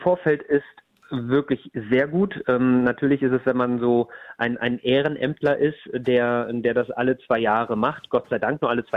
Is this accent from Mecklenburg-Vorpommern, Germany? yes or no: yes; Neustrelitz, Mecklenburg-Vorpommern, Germany; moved away as an adult; also born or lived in Berlin / Madrid; gebürtig in Neustrelitz, habe dann nach dem Abitur in Berlin und in Madrid studiert. Habe dort jetzt viel zu lange gearbeitet und bin jetzt gerade dabei, mit meinem Partner wieder zurück in meine Heimat zu ziehen, nach Mecklenburg-Vorpommern